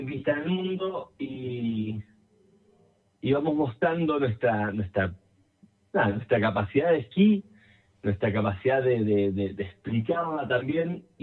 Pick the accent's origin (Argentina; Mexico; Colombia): Argentina; Cipolletti, Río Negro; Yo no solo soy de Río Negro, soy cipoleño.